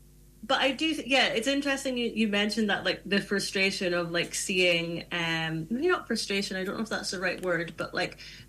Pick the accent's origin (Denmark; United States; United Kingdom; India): United Kingdom; Aberdeen, Scotland; to be someone from Aberdeen. I think when I was growing up in Aberdeen, again, it's that thing of like, it's just omnipresent, it's everywhere, it's just normal.